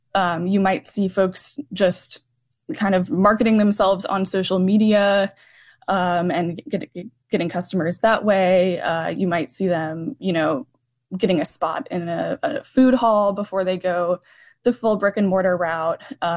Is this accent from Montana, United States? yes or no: no; Durham, North Carolina, United States; I grew up in Durham and was kind of coming of age when Only Burger was all the rage and Pie Pushers